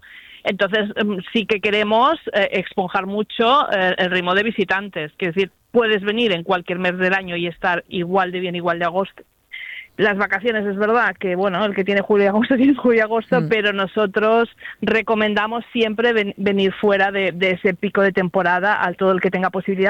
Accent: Menorca, Balearic Islands, Spain

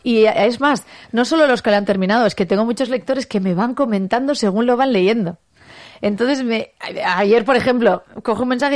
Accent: Legazpi, Basque Country, Spain; en Legazpi, mi pueblo

